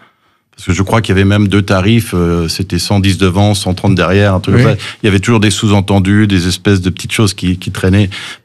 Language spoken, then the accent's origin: French; Nancy, Grand Est, France; French is a second language; also born or lived in California, United States / Lunéville; Alors, je suis né aux États-Unis de père américain et de mère française. Et je suis arrivé de Californie à 8 ans. Je ne parlais pas un mot de français.